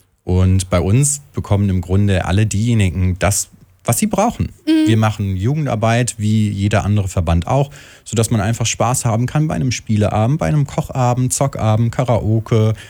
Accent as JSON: {"language": "German", "town": "Aschaffenburg", "region": "Bavaria", "country": "Germany", "said": "wir sind ja auch aus Aschaffenburg"}